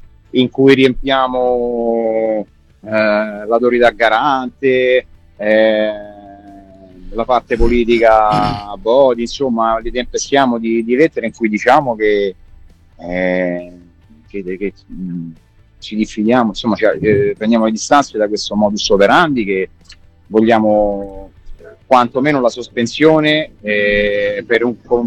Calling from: Civitavecchia, Lazio, Italy; Ciao Scarponi, ciao Vincenzo, da Civita Vecchia.

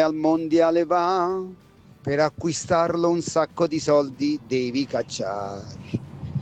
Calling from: Battipaglia, Campania, Italy; da Battipaglia.

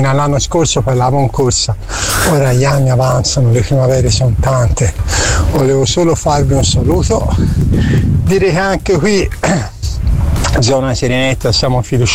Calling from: Copenhagen, Capital Region of Denmark, Denmark; da Copenaghen.

